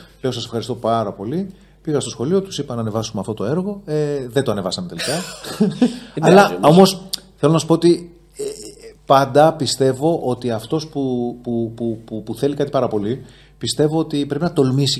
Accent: Athens, Attica, Greece; also born or lived in Heraklion; γεννήθηκα στην Αθήνα

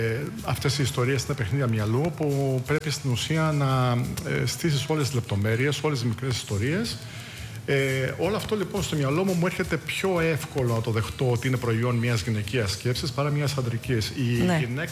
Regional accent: Rhodes, South Aegean, Greece; born there; also born or lived in Heraklion, Crete / Moires, Crete / Tilos (family origin); Εγώ και οι αδερφές μου γεννηθήκαμε στο Ηράκλειο και... γιατί οι γονείς μου ήταν κάτω 16 χρόνια καθηγητές. Εγώ μεγάλωσα μέχρι τα 8 μου στις Μοίρες. Και ήρθαμε όταν επιτέλους καταφέρανε και πήρανε μετάθεση για τη Ρόδο.

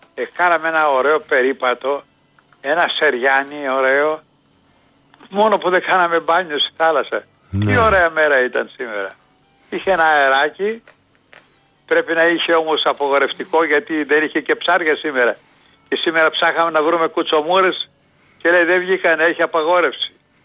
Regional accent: Athens, Attica, Greece; εγώ είμαι Αθηναίος και μένω στην Αθήνα

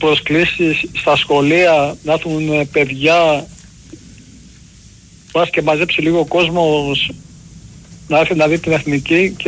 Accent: Chania, Crete, Greece; Γεια σας. … είμαι από Χανιά.

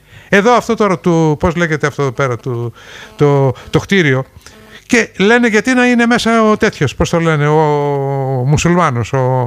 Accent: Kalymnos, South Aegean, Greece; moved away as an adult; now in Rhodes, Greece; εγώ είμαι από την Κάλυμνο και ο Βασίλης από την Κάλυμνο

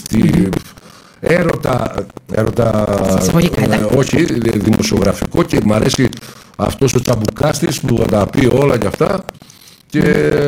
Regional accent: Greece; εγώ σαν Έλληνας, με τους προγόνους μου μιλάω έτσι, γιατί θεωρώ ότι είμαι απόγονος και του Κολοκοτρώνη και του Αριστοτέλη

